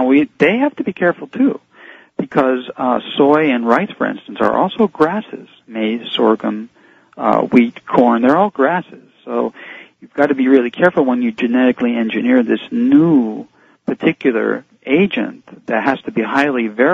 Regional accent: United States; I'm an American.

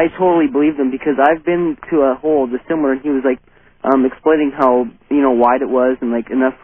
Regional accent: Seattle, Washington, United States; from Seattle.

